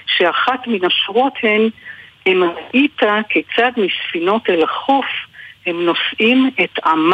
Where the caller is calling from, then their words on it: Northern District, Israel; עכשיו אני מגיעה לגליל העליון, שזה המגרש הביתי.